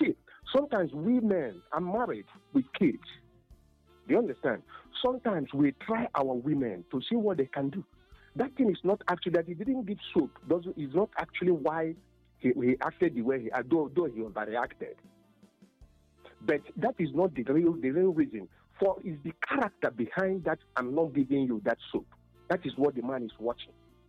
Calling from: Igbo, Igboland, Nigeria; we are living in this part of the world called Africa. And we are living in this Africa called Nigeria

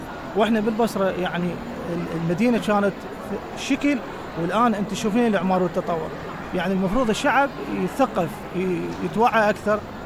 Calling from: Basra Governorate, Iraq

